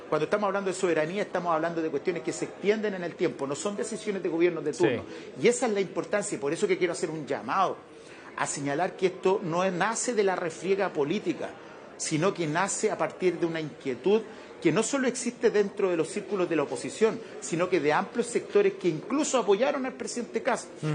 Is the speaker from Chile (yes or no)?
yes; Chile; yo soy chileno